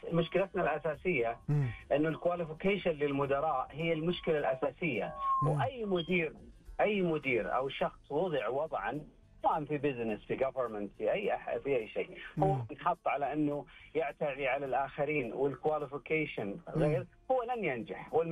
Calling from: Riyadh, Riyadh Province, Saudi Arabia; من الرياض.

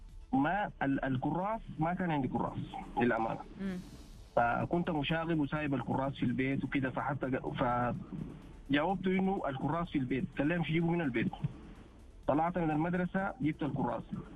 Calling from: Sudan; عندنا مثلا في السودان

